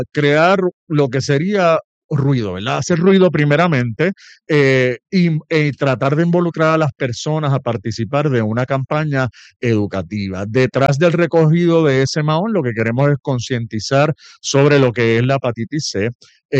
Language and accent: Spanish; Bayamón, Puerto Rico; Pues soy primeramente puertorriqueño, de Bayamón, educador en salud de profesión.